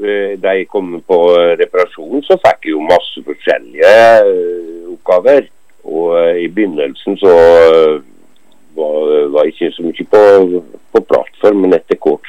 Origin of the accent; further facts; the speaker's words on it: Innlandet, Norway; moved away as an adult; Jeg kommer fra Gudbrandsdalen.